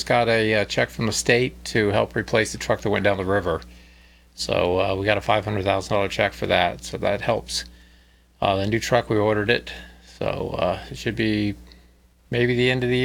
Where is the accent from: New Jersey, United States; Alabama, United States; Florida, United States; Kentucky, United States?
Florida, United States